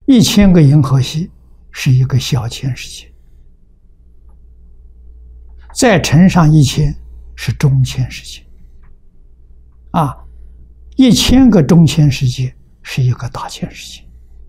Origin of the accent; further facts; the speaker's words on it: China; 我们中国人算虚岁